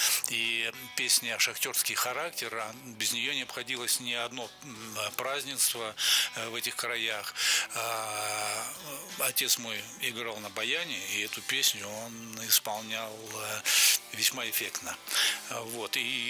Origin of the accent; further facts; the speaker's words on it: Donbas, Ukraine; moved away; я родился на Донбассе и провел там детство, юношество